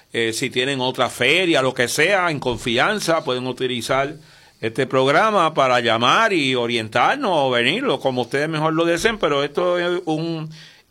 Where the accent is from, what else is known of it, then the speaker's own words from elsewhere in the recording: Aguada, Puerto Rico; Aguada, mi pueblo, mi ciudad.